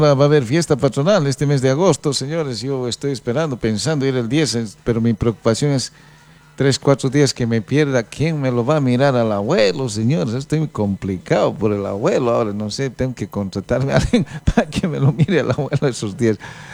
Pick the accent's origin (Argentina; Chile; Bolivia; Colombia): Bolivia; Potosí; Yo soy potosino de la ciudad de Potosí.